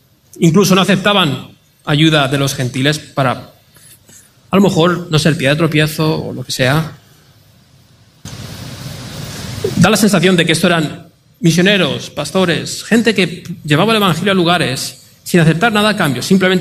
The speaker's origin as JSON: {"language": "Spanish", "country": "Spain", "lives_now": "Seville, Spain"}